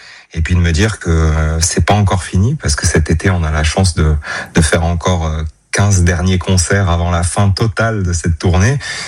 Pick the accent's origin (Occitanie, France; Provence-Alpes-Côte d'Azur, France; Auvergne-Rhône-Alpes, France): Occitanie, France; c'est ma région, parce que c'est là où j'ai grandi et que mon cœur est là